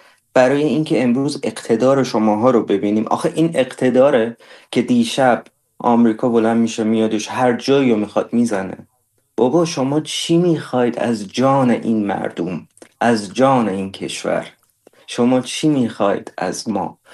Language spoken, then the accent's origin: Persian; Iran; moved away; من به عنوان یک جوان ایرانی